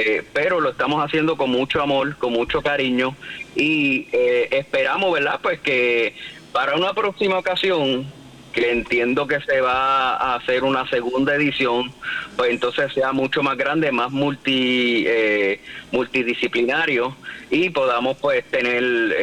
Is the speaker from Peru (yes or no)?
no; Puerto Rico; lo que somos nosotros los puertorriqueños